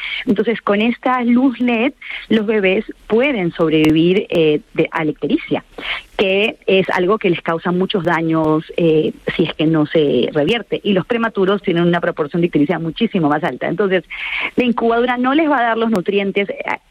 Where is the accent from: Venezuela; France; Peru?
Peru; now in Spain; Yo soy una persona muy creyente y terminé en España. Yo soy peruana, terminé en España no por casualidad